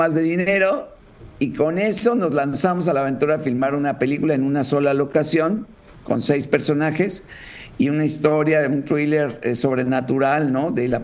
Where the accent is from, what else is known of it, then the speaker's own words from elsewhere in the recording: Mexico; moved away as an adult; now in Salto, Uruguay; Pues sí, soy mexicano, pero vivo hace ya 15 años acá en Uruguay, así que ya soy salteño